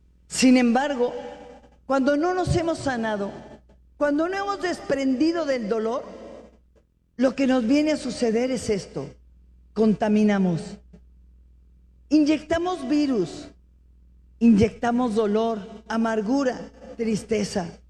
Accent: Mexico; en mi país? En mi México.

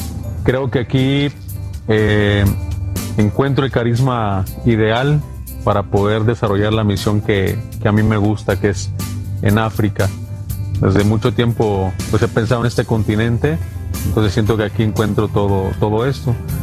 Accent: Honduras; now in Mexico; Honduras de la Iglesia Católica. Ni un sacerdote, ni una catequista, nada. Nunca entré a una iglesia católica en mi país. Todo esto lo hice aquí en México, donde nace mi fe

